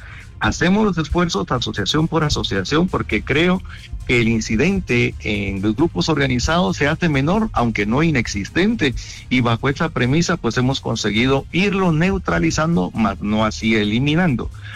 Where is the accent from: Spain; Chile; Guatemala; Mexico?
Guatemala; pero como somos guatemaltecos, prestando servicio a guatemaltecos